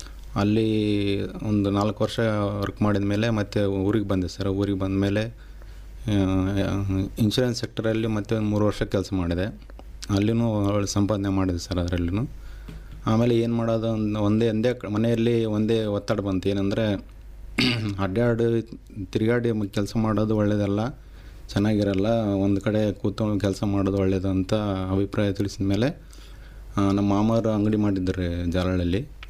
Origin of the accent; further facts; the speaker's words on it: Maladakal, Karnataka, India; also born or lived in Bengaluru; now in Gabbur, India; ಮೂಲತಃ ಮಲದಕಲ್ ನಿವಾಸಿ.